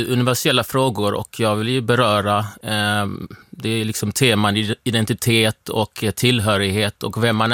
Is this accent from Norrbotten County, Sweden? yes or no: no; Malmö, Skåne, Sweden; Det var en helt annan värld jämfört med som när jag växte upp i Malmö, när det liksom folk från så många olika nationaliteter på Möllan.